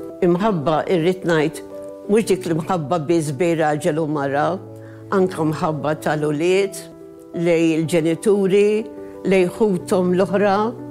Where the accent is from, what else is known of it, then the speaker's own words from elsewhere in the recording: Senglea, South Eastern Region, Malta; Sireni naturalment il-ħoss tal-alarm, aħna tal-Ista konna ngħidu la balomba. Imma in-naħħa l-oħra ta' Malta jgħidulu sireni.